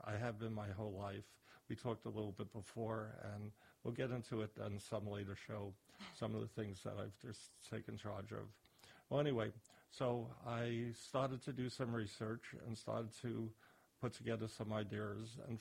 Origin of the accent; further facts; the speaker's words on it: New York City, New York, United States; moved away; also born or lived in Des Moines, Iowa; I grew up in New York City. I graduated in 1971.